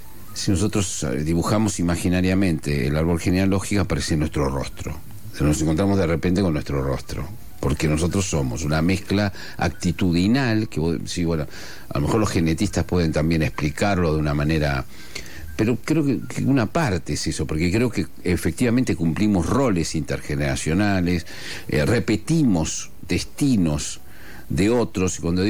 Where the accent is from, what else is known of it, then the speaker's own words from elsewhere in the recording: Argentina; first language Asturian; Spanish is a second language; porque soy argentino, porque no había tenido que hacer gran esfuerzo, pero sí, había vivido como en un mundo, yo pertenezco a esa comunidad española